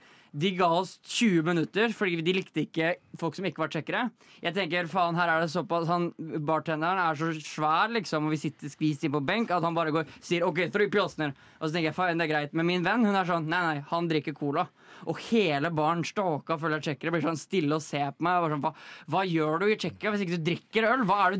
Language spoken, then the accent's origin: Norwegian; Bergen, Vestland, Norway; Jeg er en bergenser.